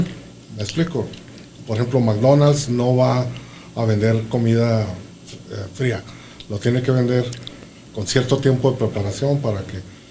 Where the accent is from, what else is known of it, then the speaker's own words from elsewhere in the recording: Ciudad Juárez, Chihuahua, Mexico; Le dije de México. Y él hizo una expresión así. O sea, de miedo.